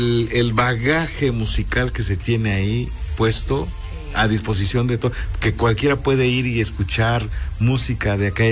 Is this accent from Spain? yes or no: no; Chiapas, Mexico; Yo soy chiapaneco.